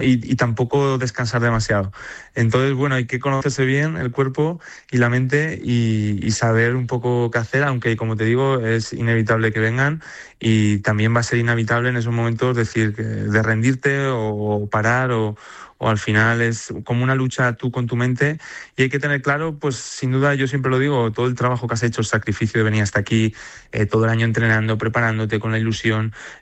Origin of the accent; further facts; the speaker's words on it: Spain; yo soy el único español que está haciendo esta carrera